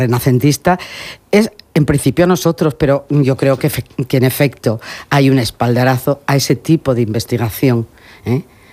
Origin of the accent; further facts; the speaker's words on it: Asturias, Spain; also born or lived in Madrid; now in Murcia, Spain; Yo soy asturiana, o sea que podría haber pasado el verano allí fresquita, pero es cierto que yo en mi casa, como vivía en Madrid